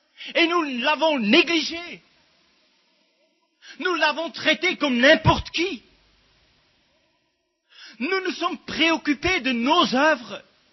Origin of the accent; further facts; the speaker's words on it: Switzerland; Si vous lisez en Sacharie, je suis suisse, j'ai des difficultés aussi avec cette langue.